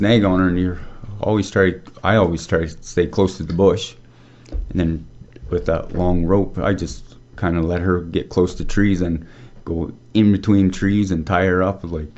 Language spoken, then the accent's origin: English; Hinesburg, Alberta, Canada; Oh, back from, like, originally from Hinesburg in Alberta there, and born and raised on a ranch. Like, we had cattle and horses